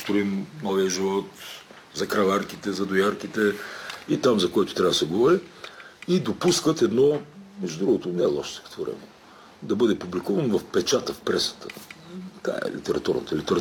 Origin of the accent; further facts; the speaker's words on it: Burgas, Burgas Province, Bulgaria; moved away; И аз съм бургазлия, значи там той е такъв един по-разтропан град.